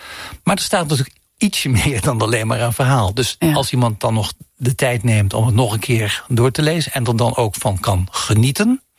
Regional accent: Heerlen, Limburg, Netherlands; moved away; Ik kom uit Zuid-Limburg, uit Heerlen.

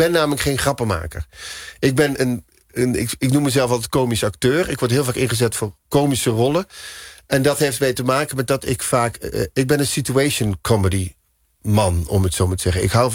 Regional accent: Veghel, North Brabant, Netherlands; En ik kom uit Veghel, dus.

